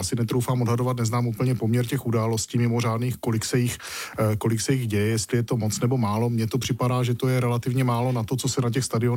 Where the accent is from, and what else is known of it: Brno, South Moravian Region, Czechia; now in Prague, Czech Republic